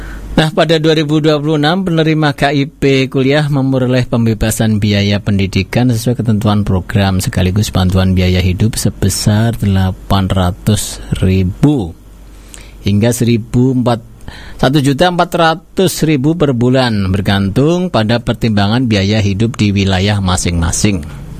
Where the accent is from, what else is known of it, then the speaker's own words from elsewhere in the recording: Indramayu, West Java, Indonesia; Kita sebagai warga Indramayu